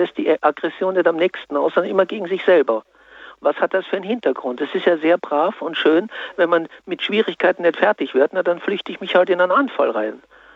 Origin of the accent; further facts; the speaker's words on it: Vienna, Austria; Ich komme auch aus Wien und habe auch eine Behinderung, wenn Sie so wollen.